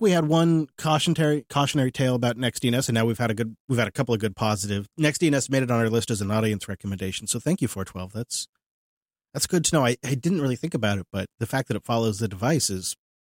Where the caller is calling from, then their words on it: India; And by the way, I am writing in from India.